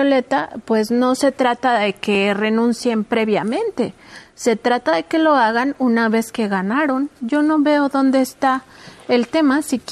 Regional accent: Mexico; Y eso es lo que como mexicanos y mexicanas debemos evitar a toda costa.

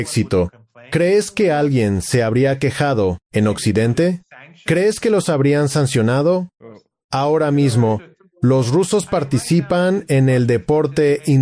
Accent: Tehran, Tehran Province, Iran; Me crié en Teherán. Me gusta vivir en Teherán, a pesar de todos los problemas que tiene como megalópolis. Porque mis amigos están aquí, mi familia está aquí, mis parientes están aquí.

